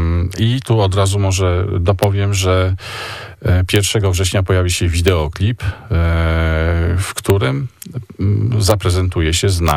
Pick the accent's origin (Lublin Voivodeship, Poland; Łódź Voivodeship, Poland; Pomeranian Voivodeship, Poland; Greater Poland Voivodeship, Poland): Pomeranian Voivodeship, Poland; Kwidzyn; obaj pochodzimy z tego samego miasta, czyli Kwizyn.